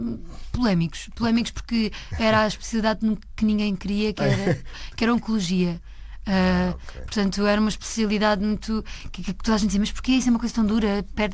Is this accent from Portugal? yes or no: yes; Azeitão, Setúbal, Portugal; born or raised there; moved away as an adult